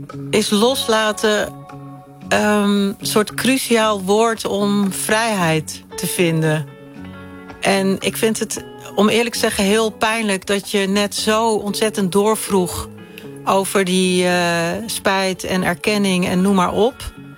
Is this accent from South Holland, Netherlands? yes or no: no; Hoevelaken, Gelderland, Netherlands; Dit was in Hoevelaken, waar ik opgegroeid ben.